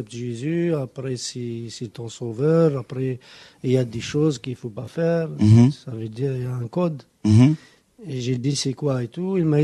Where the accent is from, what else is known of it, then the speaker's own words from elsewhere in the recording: Algeria; Et je suis algérien.